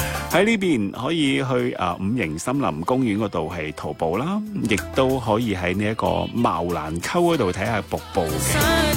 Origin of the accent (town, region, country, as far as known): Guangdong, China